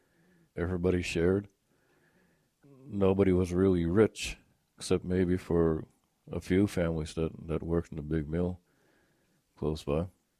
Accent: Ilgrang, New Brunswick, Canada; I'm from the community of Ilgrang, and I'm from the Mi'kmaq tribe. Ilgrang is a small community located on the banks of the famous Miramichi River in New Brunswick, Canada.

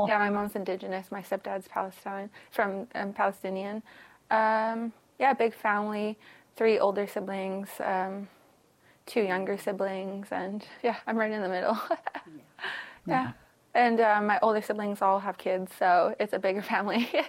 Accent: Vancouver, British Columbia, Canada; We're from Vancouver. We grew up here. Right along East Vancouver, like Commercial Drive and Pender and the native housing there.

